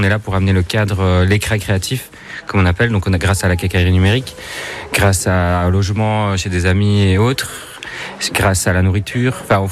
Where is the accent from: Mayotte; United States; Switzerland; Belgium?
Belgium; moved away as an adult; now in Creuse, France; je suis belge